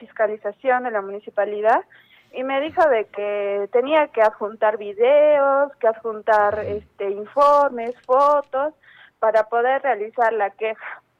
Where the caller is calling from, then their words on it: Socabaya, Arequipa, Peru; Yo también soy vecina de La Campiña, de Socabaya.